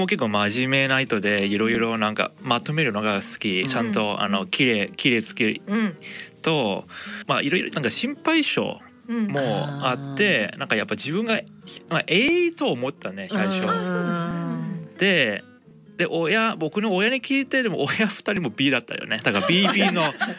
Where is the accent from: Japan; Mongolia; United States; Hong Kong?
Hong Kong; 僕そもそも香港出身なので、あんまり血液型あんま信じてなかったですね。